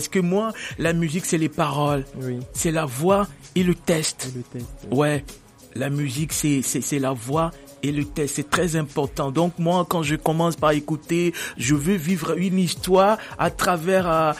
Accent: Togo; chez nous au Togo.

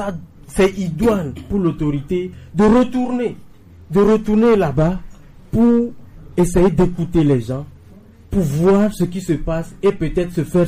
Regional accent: Togo; vous et moi, nous sommes Togolais. On vit au Togo

